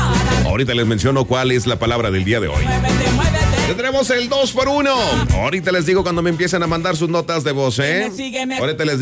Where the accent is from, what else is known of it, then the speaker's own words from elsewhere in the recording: Mexico; como todo mexicano las conocemos